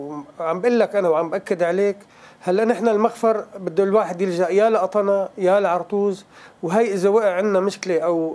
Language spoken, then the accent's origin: Arabic; Artouz, Rif Dimashq, Syria; ببلدتنا أرطوز.